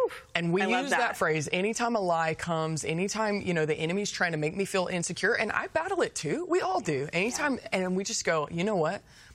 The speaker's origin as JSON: {"language": "English", "region": "Texas", "country": "United States", "tie": "born or raised there", "said": "I was raised in Texas."}